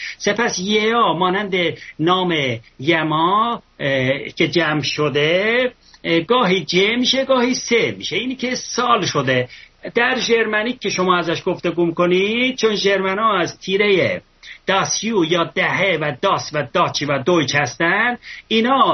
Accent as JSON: {"language": "Persian", "region": "Ardabil Province", "country": "Iran", "tie": "born there", "said": "در اردبیل، من استان اردبیل زاده شدم"}